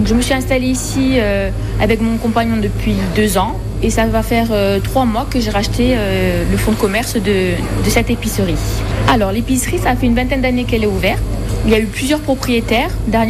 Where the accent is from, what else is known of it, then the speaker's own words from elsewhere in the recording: Pietracorbara, Corsica, France; moved away as an adult; now in Canari, France; À la base, je suis de Pitra Corba. Je travaille sur Bastia dans un hôtel-restaurant. Ça fait 2 ans que je suis sur Cahanary. Je me suis installée ici avec mon compagnon depuis 2 ans.